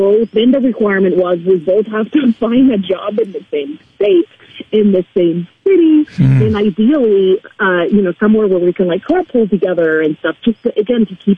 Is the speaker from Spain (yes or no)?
yes; Spain; first language Spanish; English is a second language; of course, I'm from Spain, so Spanish is my first language. I kind of had to learn English as part of learning to fly.